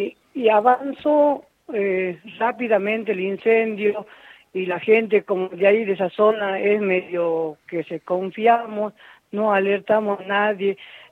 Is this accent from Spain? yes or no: no; Nazareno, Salta, Argentina; Yo me presento, soy de Nazareno, localidad Nazareno, el departamento Santa Victoria, provincia de Salta.